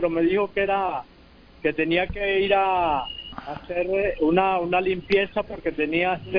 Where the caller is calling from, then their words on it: Venezuela; Estoy llamando de aquí de la Mercedes.